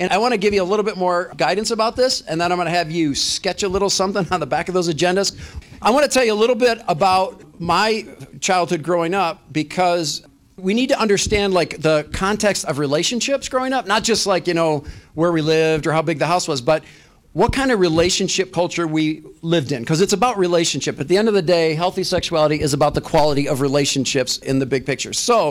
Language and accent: English; Lincoln Park, Michigan, United States; And we grew up in Lincoln Park, Michigan, on a 1,000-square-foot home with one main bathroom.